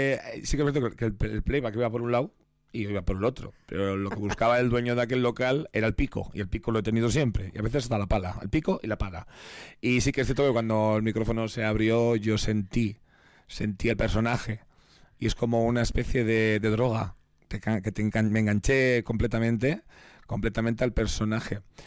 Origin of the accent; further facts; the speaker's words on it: Basque Country, Spain; somos vascos